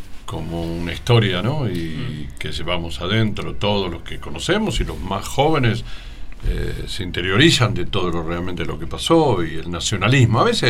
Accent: Argentina; somos argentinos

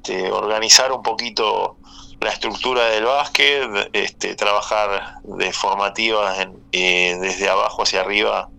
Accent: Pilar, Buenos Aires Province, Argentina; Yo de Pilar.

